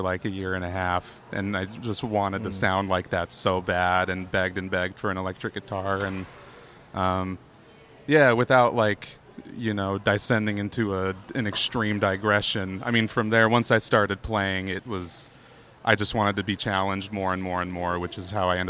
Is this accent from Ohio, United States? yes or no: no; Phoenix, Arizona, United States; I grew up in the Phoenix area, where my parents still live.